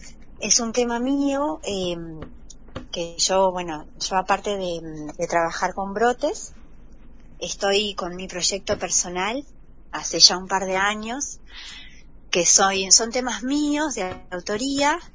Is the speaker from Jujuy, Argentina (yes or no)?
no; Paso de los Libres, Corrientes, Argentina; moved away; en Paso de los Libres, poder cantarlos ahí en mi tierra